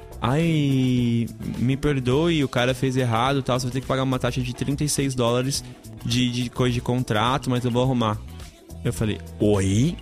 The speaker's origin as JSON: {"language": "Portuguese", "country": "Brazil", "said": "sou brasileira"}